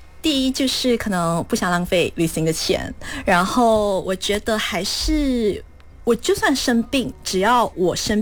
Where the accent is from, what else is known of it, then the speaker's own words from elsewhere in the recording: Malaysia; 我们是马来西亚人嘛，马来西亚人的话就是没有冬天的装备